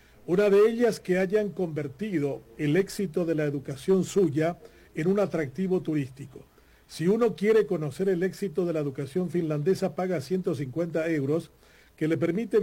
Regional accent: Paraguay; de los grandes desafíos siempre que nos permite la música para pensar nuestra propia identidad como paraguayos y como parte del género humano.

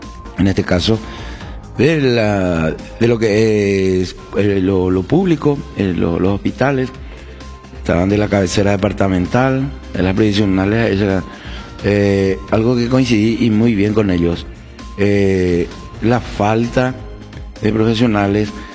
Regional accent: Paraguay; como paraguayo, como ciudadano de esta República de Yaycuay

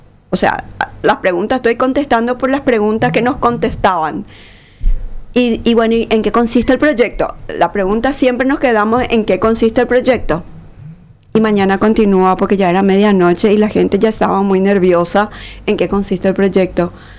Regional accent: Paraguay; ahí está nuestro nacimiento como paraguayos

